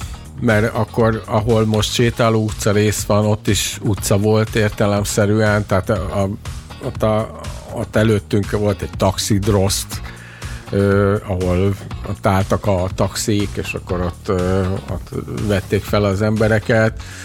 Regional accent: Budapest, Hungary; Szóval én ott nőttem fel abba a környezetbe, egy ilyen eléggé polgári környezet.

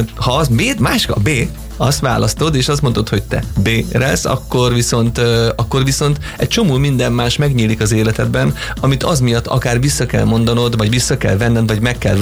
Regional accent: Hungary; itt Magyarországon hagyományosan, ugye mi az ingatlan tulajdonlásában vagyunk folyamatosan hozzászokva, és abba szocializáltunk, ebben nőttünk föl.

